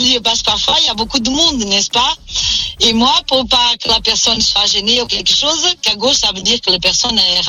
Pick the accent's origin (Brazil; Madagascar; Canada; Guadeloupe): Brazil; French is a second language; now in France; moi, je suis portugaise brésilienne, et déjà, il y a beaucoup de gens qui trouvent mignon mon accent